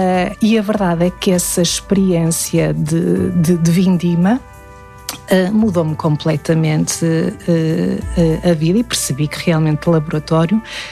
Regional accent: Santa Maria da Feira, Aveiro, Portugal; Passo pela cortiça porque originalmente eu sou de Santa Maria da Feira

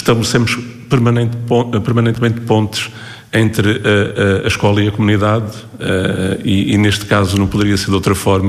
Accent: Portugal; enquanto país, enquanto cultura, enquanto portugueses

